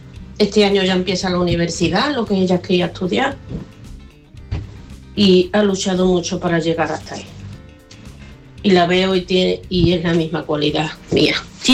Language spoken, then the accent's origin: Spanish; Seville, Andalusia, Spain; Buenos días … de Sevilla.